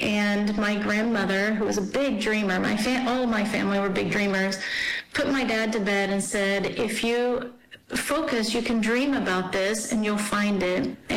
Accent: Texas, United States; I grew up in Texas, and he found it.

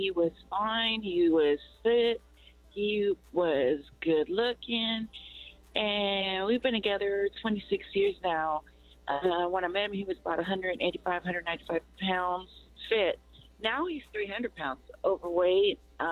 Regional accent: Guatemala

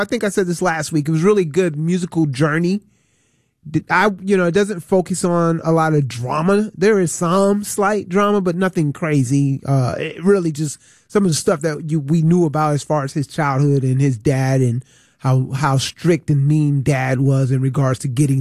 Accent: Connecticut, United States; I had to be maybe 5-6 years old, so I was in Connecticut, growing up in Connecticut.

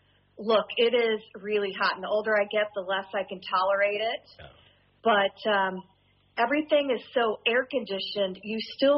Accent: Houston, Texas, United States; moved away; I grew up in Houston, Texas, which is probably one of the hottest, most humid cities in summer of all time.

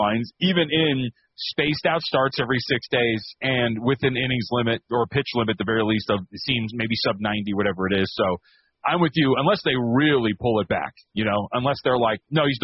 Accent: Las Vegas, Nevada, United States; growing up in Vegas, there's not that many trees, so I was never a tree climber.

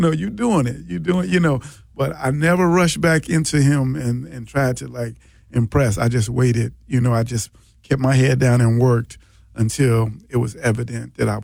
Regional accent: Chicago, Illinois, United States; now in Milwaukee, United States; I was up here in Milwaukee, I'm originally from Chicago

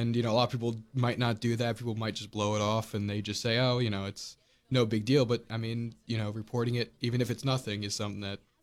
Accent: Long Island, New York, United States; And I'm from originally from Long Island, New York, just outside of New York City, and we usually go through New York City a lot.

